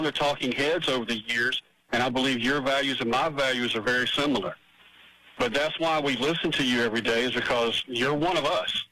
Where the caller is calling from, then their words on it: Alabama, United States; And I'm calling from Deep Red, Alabama.